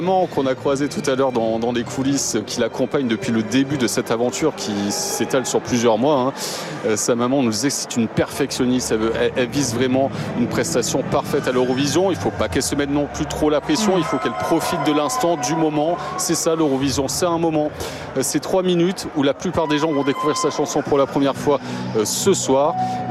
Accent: France

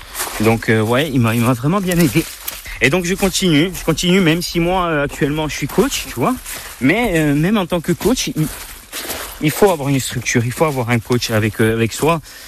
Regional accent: Scat, Corsica, France; Le confinement, j'ai pu le passer au village, chez moi, à Scat. Donc avec toute ma famille.

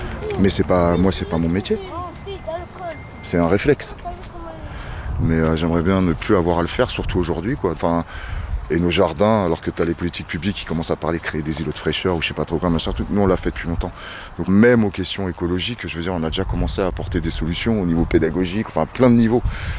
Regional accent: Bondy, Île-de-France, France; also born or lived in Livry-Gargan; Je suis né à Livry-Gargan, j'ai grandi à Bondy et pas bien sous bois. C'est pas loin d'ici.

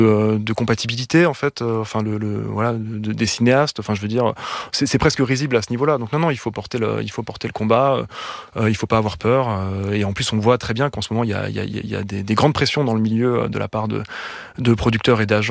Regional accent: Lyon, Auvergne-Rhône-Alpes, France; Moi, j'ai grandi à Lyon, et à Lyon, il y a un endroit assez

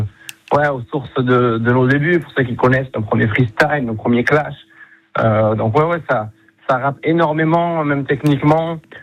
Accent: Toulouse, Occitanie, France; chez nous à Toulouse

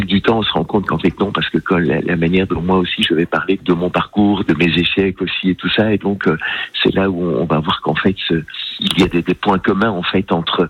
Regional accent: Belgium; Je viens de Belgique, il vient de Marseille.

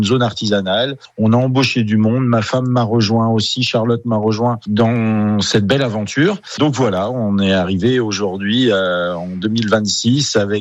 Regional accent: Le Palais, Brittany, France; born there; moved away; Moi, je suis insulaire, je suis né à Belle-Île. Je n'ai pas toujours habité ici, mais bah voilà, j'ai vagabondé.

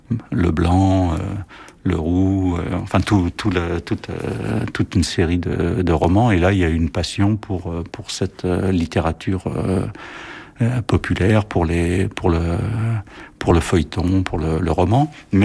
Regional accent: Saint-Denis, Île-de-France, France; born or raised there

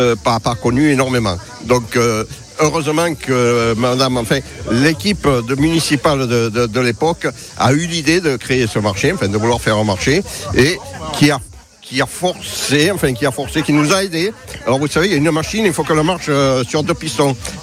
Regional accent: L'Isle-sur-la-Sorgue, Provence-Alpes-Côte d'Azur, France; Moi, je suis originaire du Petit Palais, j'ai des cerisiers au Petit Palais.

